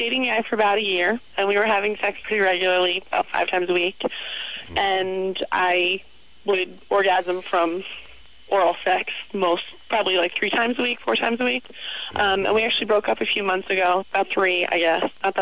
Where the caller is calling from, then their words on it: Pittsburgh, Pennsylvania, United States; I am calling from Pittsburgh.